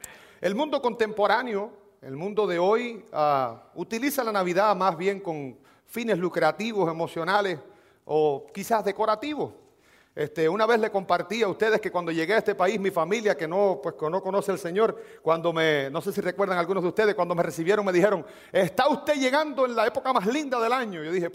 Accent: Puerto Rico; así somos nosotros los puertorriqueños

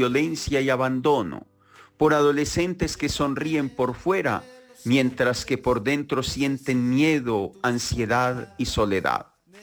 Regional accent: Colombia

